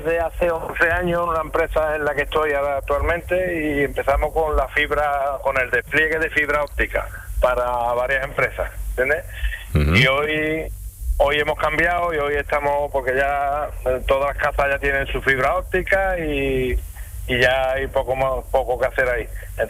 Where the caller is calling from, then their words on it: Chiclana de la Frontera, Andalusia, Spain; en Chiclana de la Frontera, Cádiz.